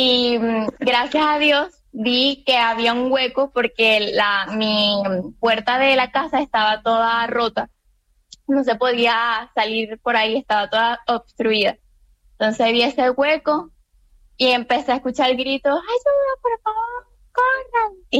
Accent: Venezuela; born there; Nací en Venezuela, pero mis abuelos nacieron en el Hierro.

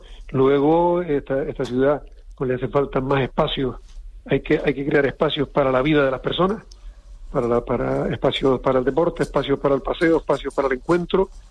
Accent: Canary Islands, Spain

